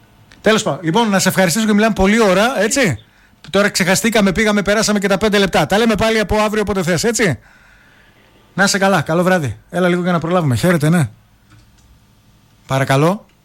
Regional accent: Greece; Αλλά θεωρώ ότι ως Έλληνες δεν είμαστε για άμεση δημοκρατία.

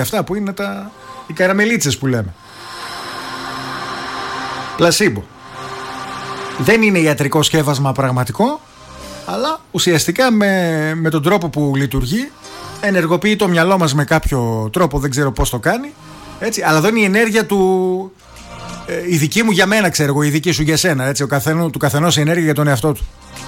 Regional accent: Greece; Ως Έλληνες είμαστε αρκετά, έτσι, αρκετά ψηλά σε αυτά.

